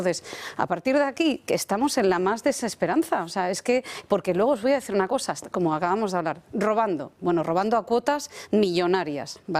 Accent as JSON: {"language": "Spanish", "region": "Asturias", "country": "Spain", "said": "en mi tierra, Asturias"}